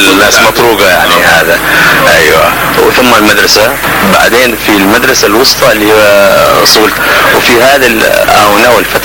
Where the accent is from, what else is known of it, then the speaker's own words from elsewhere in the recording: Ghayl Ba Wazir, Hadhramaut, Yemen; born there; من مواليد 1947، مواليد غيل بوزير،